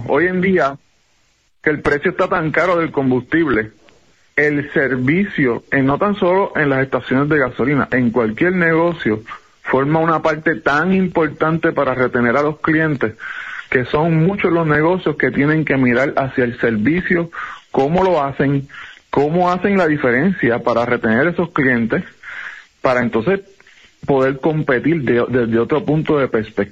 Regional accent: Ponce, Puerto Rico; Mi papá servía la gasolina. Yo soy de Ponce.

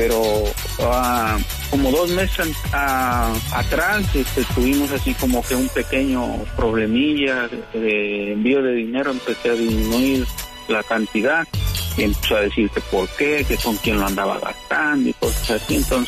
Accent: Pachuca, Hidalgo, Mexico; born or raised there; now in United States

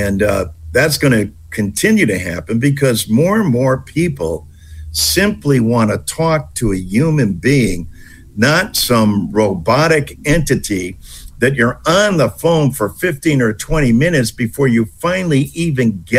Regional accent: East Hartford, Connecticut, United States; my hometown of East Hartford.

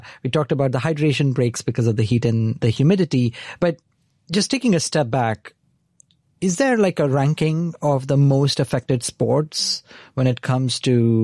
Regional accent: India; moved away; So I grew up in India, and in India, cricket is the national obsession.

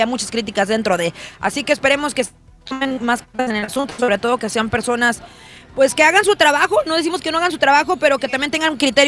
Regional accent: Mexico; Así que así somos los mexicanos.

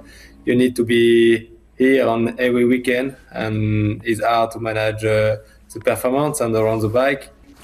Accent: France; I'm from Europe, from France

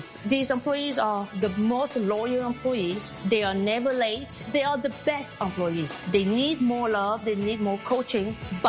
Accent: Montreal, Quebec, Canada; moved away as an adult; also born or lived in Vietnam; now in Naperville, United States; So I grew up in Montreal.

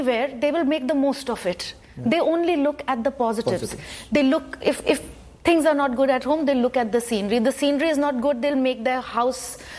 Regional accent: India; He's Austrian, I'm Indian

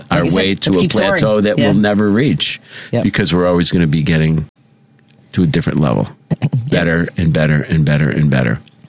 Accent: United States; I got to say that being able to enjoy the 4th of July, being an American... seeing where we came from, like 250 years.

